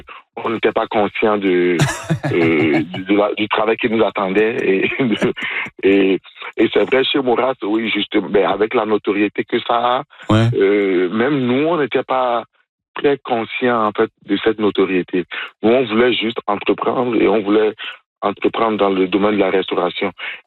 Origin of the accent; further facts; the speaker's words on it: Benin; now in Canada; Je ne connaissais pas la poutine dans mon pays d'origine, qui est le Bénin.